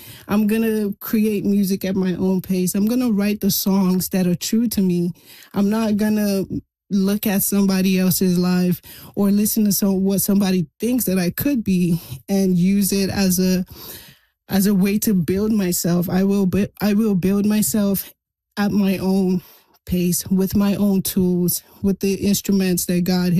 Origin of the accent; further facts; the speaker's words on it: Regina, Saskatchewan, Canada; You know, Regina is my hometown. I love the prairies. We are who we are. You know, prairies raised this little Afro-pop girl over here.